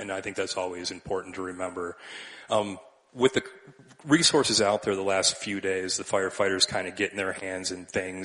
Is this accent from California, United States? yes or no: no; Illinois, United States; also born or lived in Alaska; Although I'm from Alaska, I just wanted to share with y'all, I did grow up in northern Illinois.